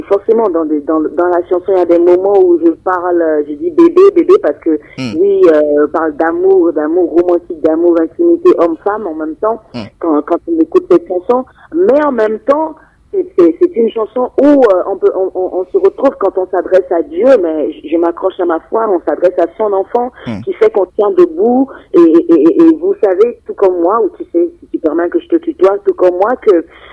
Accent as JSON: {"language": "French", "country": "Benin", "tie": "born there", "also_born_or_lived": "Parakou, Benin", "said": "Ma mère est de Agon-Likové, je suis née à Agon-Likové"}